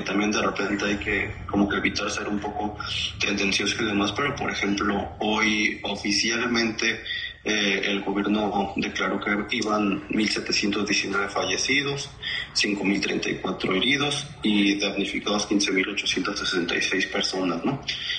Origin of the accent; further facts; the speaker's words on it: Mexico; now in Venezuela; como mexicano viviendo en Venezuela